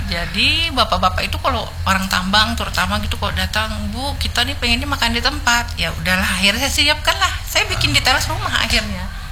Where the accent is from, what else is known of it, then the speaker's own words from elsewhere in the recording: North Sumatra, Indonesia; Kita orang Batak kan.